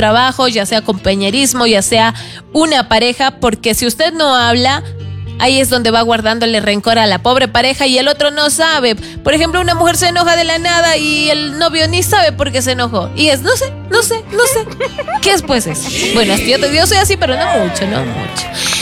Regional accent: Cuenca, Azuay, Ecuador; Nosotros somos de Cuenca, Ecuador.

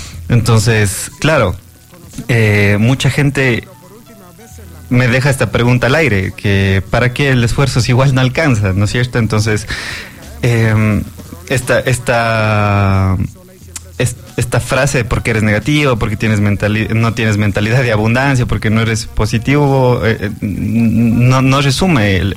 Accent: Cuenca, Azuay, Ecuador; Yo cuando era pelado, yo estudié la escuela ahí

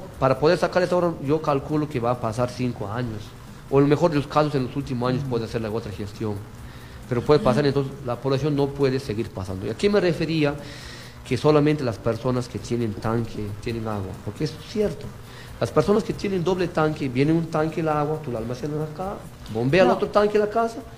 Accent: Peru; que yo soy de Aine, conozco el tema de Peña Blanca, esas cabeceras de Cuenca

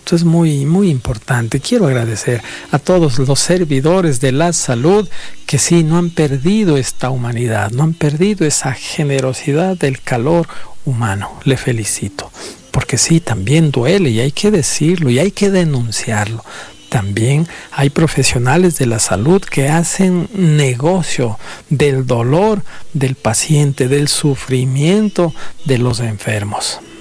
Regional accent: Ecuador

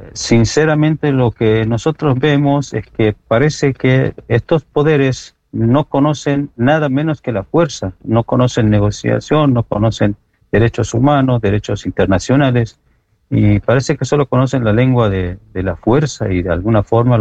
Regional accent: Iran

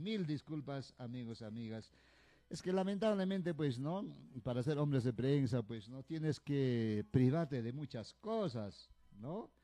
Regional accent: Rosaspata, Puno, Peru

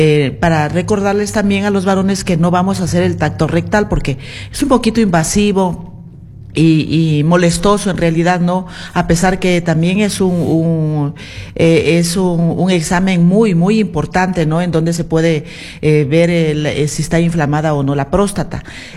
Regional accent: Ecuador

